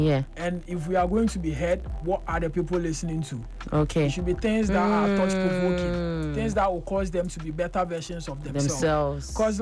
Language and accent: English; Teshi, Greater Accra, Ghana; born there; also born or lived in Cape Coast; I've been in Teshi, like, since I was like 6.